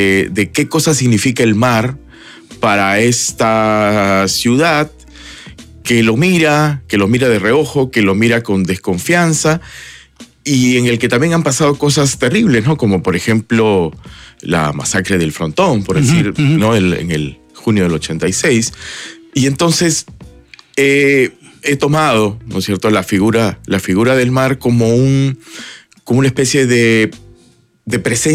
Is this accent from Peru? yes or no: yes; Peru; nosotros como peruanos